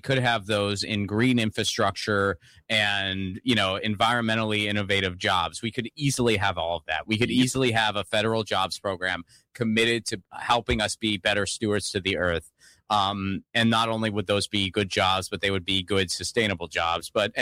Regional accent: Pennsylvania, United States; I am from Western Pennsylvania.

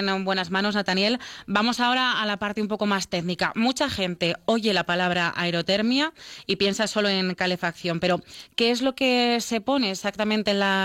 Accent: Santo Domingo de Silos, Castile and León, Spain; en mi pueblo, situando a los oyentes en Santo Domingo de Silos

